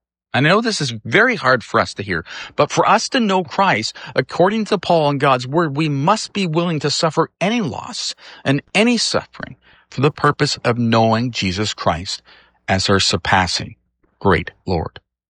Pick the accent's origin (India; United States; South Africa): United States